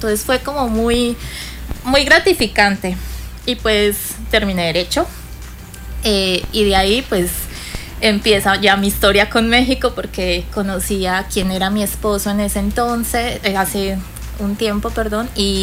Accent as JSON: {"language": "Spanish", "country": "Colombia", "said": "Yo soy de Colombia."}